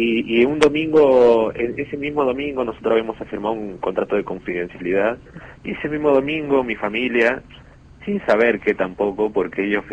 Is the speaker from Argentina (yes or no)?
yes; La Rioja, Argentina